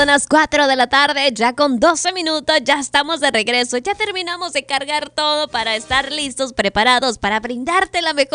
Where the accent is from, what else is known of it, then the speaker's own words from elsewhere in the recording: Mexico City, Mexico; yo soy de la Ciudad de México